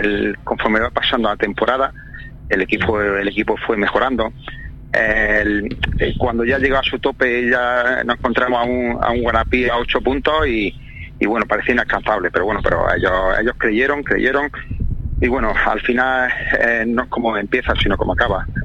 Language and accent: Spanish; El Ejido, Andalusia, Spain